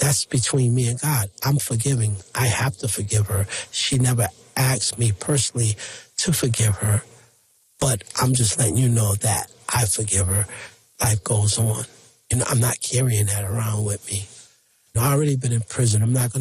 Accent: Hartford, Connecticut, United States; You know, we are from Hartford. Hartford is very small.

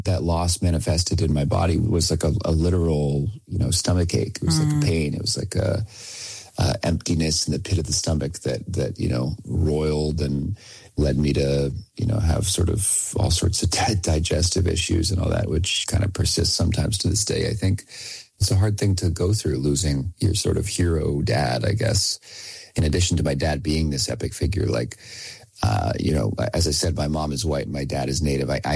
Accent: Oakland, California, United States; also born or lived in Minnesota; Well, I was born in Minnesota, but we moved to the Bay Area when I was about 3 years old. And so I really sort of formed a consciousness around my father in Oakland, California.

